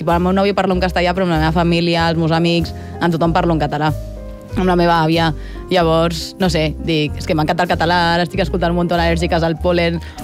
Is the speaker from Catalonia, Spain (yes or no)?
yes; Catalonia, Spain; sap que sóc catalana